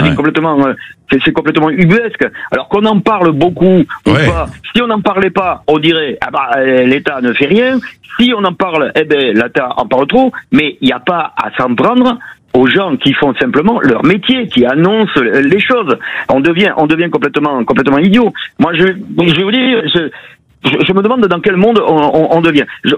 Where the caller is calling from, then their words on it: Nouvelle-Aquitaine, France; Les Pyrénées-Atlantiques, au Roi de Marie.